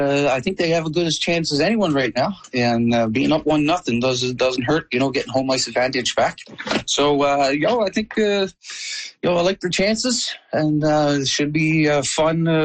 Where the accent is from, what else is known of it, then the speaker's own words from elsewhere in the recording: Williams Harbour, Newfoundland and Labrador, Canada; I was actually living down on the coast in Williams Harbor, my hometown I was from.